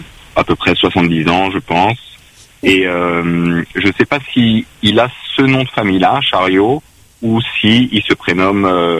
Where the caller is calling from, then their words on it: France; Je vous appelle de Métropole